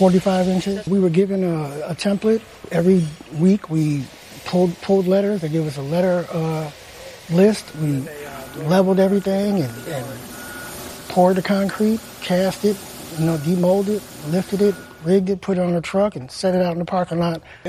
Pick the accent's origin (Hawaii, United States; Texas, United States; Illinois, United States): Illinois, United States; Chicago; First black president, and I'm from the South Side